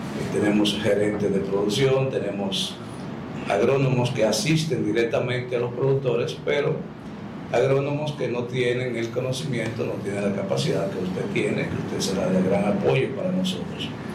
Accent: Santiago Rodríguez, Dominican Republic; en los campos míos, yo soy de ahí, de los Almacenes, de Rodríguez.

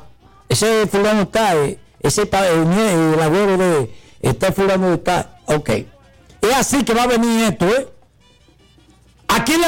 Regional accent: Dominican Republic

